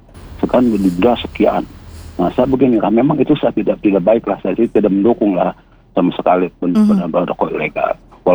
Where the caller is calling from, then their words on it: Bandung, West Java, Indonesia; Saya dari Bandung Timur Pak.